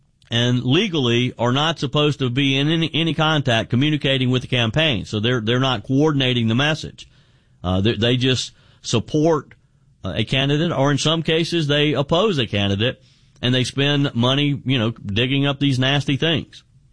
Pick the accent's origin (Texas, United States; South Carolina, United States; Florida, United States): South Carolina, United States; Mario is in my home state of South Carolina.